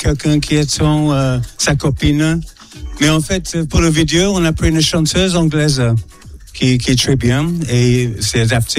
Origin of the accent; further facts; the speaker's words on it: Burkina Faso; accent: Burkinabe; J'ai un accent burkinesque, je crois.